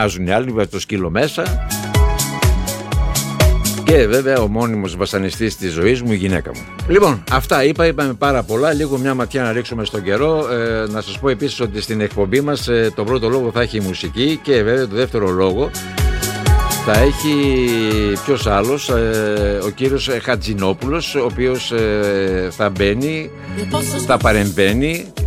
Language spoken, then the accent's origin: Greek; Greece